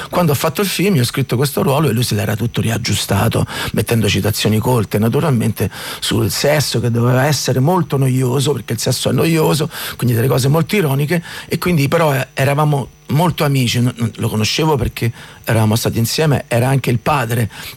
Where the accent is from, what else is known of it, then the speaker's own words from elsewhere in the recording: Civitavecchia, Lazio, Italy; also born or lived in Rome; sono di Civitavecchia e poi ho vissuto a Roma e quindi chiaramente si sente, no, questa appartenenza